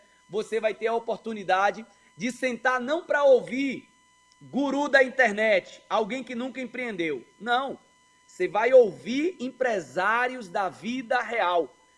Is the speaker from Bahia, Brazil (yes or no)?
yes; Bahia, Brazil; como baiano que sou